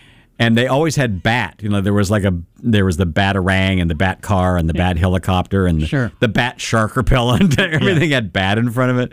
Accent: Kentucky, United States; I grew up in Eastern Kentucky

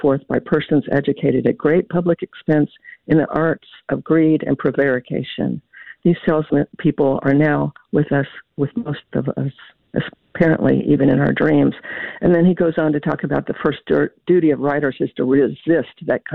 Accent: Kentucky, United States; also born or lived in Appalachia; now in Louisville, United States; I'm from Kentucky. I have those roots, rural roots, but I've lived in the city for, you know, the last three decades.

